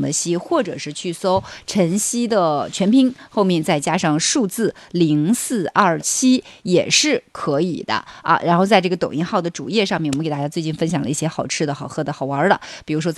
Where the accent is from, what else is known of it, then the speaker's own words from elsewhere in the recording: China; 我们中国人吃鱼生的历史是非常非常悠久的